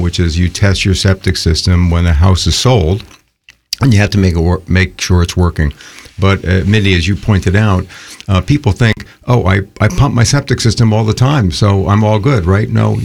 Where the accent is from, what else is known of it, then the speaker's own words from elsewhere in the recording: Cape Cod, Massachusetts, United States; moved away; I grew up on Cape Cod. I grew up fishing. I grew up recreating in the water, both the lakes and ponds, as well as the estuaries